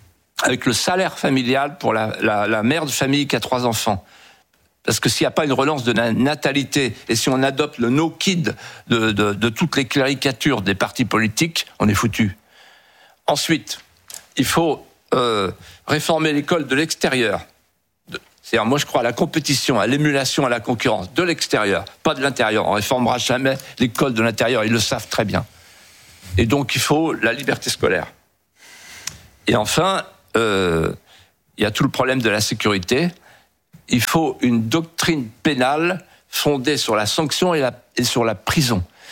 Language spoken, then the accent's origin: French; France; Je suis français, j'ai envie de rester français